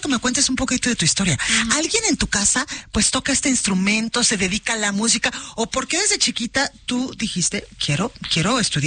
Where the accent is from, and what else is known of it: Mexico